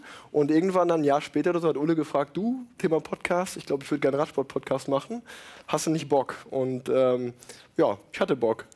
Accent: Unna, North Rhine-Westphalia, Germany; Ich bin in Unna groß geworden, in der Nähe von Dortmund, das heißt großer Borussia Dortmund-Fan

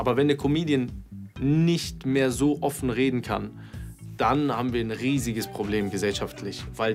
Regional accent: Aachen, North Rhine-Westphalia, Germany; Für mich als Aachener eine große Ehre, da aufzutreten.

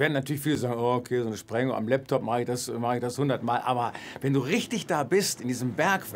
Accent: North Rhine-Westphalia, Germany; Die blaue Lagune ist in Ostwestfalen. Boah, das wusste ich gar nicht. In meiner Heimat.

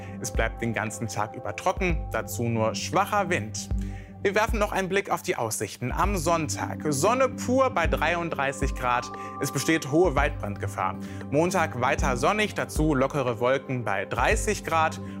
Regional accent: Münster, North Rhine-Westphalia, Germany; Meine Heimat, mein Verein Münster und die Preußen.

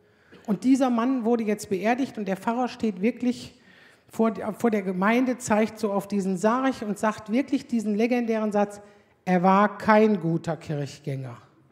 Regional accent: Aldekerk, North Rhine-Westphalia, Germany; ich komme aus Aldekerk.

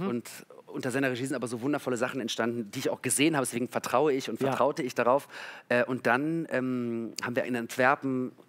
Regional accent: Berlin, Germany; Ich bin in Berlin-Neukölln aufgewachsen, also alles gut.

